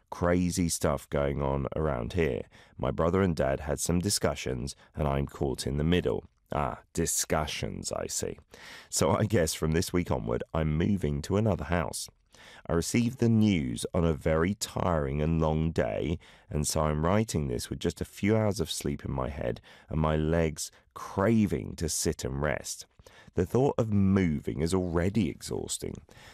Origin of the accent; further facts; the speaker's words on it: United Kingdom; moved away as an adult; now in Korea; as a Brit here in Korea